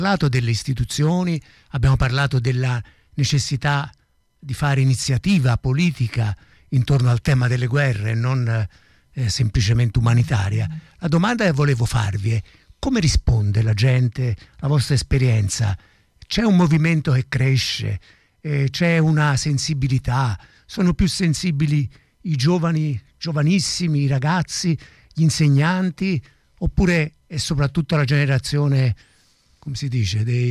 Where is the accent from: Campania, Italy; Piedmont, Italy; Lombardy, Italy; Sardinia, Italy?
Campania, Italy; Naples; io peraltro sono napoletano